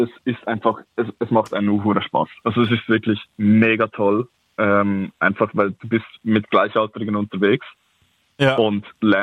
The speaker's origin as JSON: {"language": "German", "region": "Lucerne", "country": "Switzerland", "said": "Den gibt es für den Kanton Luzern, wo ich herkomme, Kanton Zürich, wo ich jetzt aktuell wohne, und noch andere Kantone."}